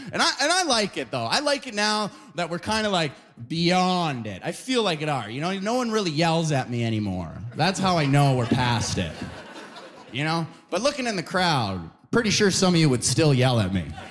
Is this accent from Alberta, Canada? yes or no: yes; Alberta, Canada; now in Ontario, Canada; I lost 3 friends just because I'm from Alberta. You know what I mean?